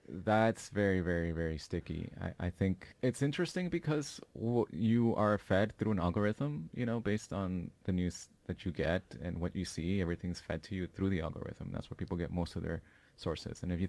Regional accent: Sweden; now in United States; when I was moving here from Sweden, there was huge fires happening in California.

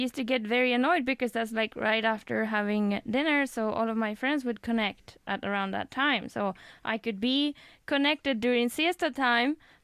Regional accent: Spain; moved away; Well, I'm from Spain

